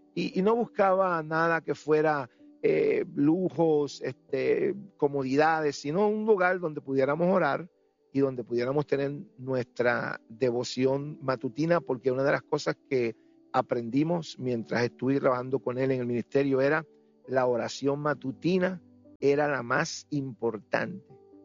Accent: Camuy, Puerto Rico; El hermano Gille era maestro de escuela en mi pueblo, en Camuy, en Puerto Rico.

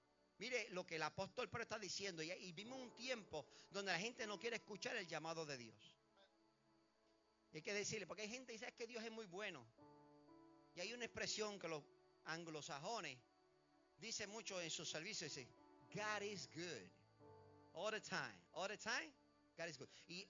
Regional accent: Caguas, Puerto Rico; cuando éramos jóvenes allá en el barrio La Mesa de Cagua, donde me crié

